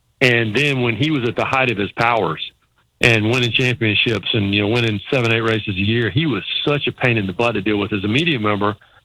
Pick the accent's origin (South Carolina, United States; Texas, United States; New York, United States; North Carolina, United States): North Carolina, United States; Rockingham; Rockingham, my hometown